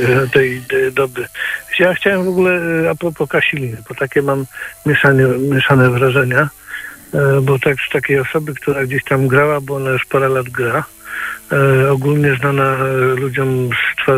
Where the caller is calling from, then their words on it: Gniezno, Greater Poland Voivodeship, Poland; dzwonię tradycyjnie z objazdu Gniezna.